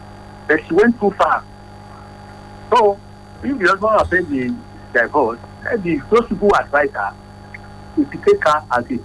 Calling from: Kilanko, Nigeria; from Kilanko.

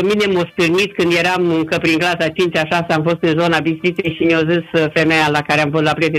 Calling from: Cluj County, Romania

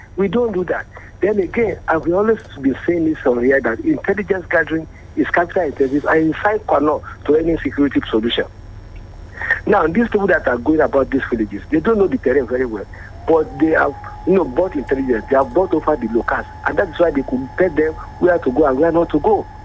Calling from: Ilorin, Kwara, Nigeria; calling from Ilorin.

